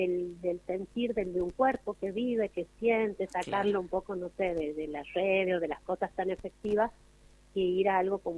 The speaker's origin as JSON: {"language": "Spanish", "town": "San Miguel de Tucumán", "region": "Tucumán", "country": "Argentina", "said": "Somos tucumanas, somos de la capital de Tucumán, somos actrices, hace varios años que hacemos teatro acá"}